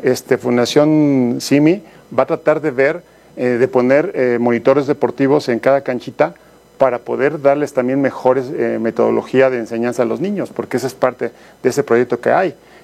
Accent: Magdalena Contreras, Mexico City, Mexico; Soy de Magdalena de Contreras, y eran canchas de tierra

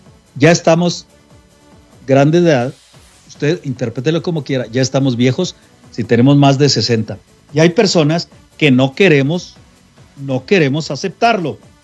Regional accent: Mexico; moved away; Cuando, bueno, al momento que vine de México, todavía no llegaba el tiempo en que me tuviera que endeudar tanto como para andarme escondiendo del cobrador.

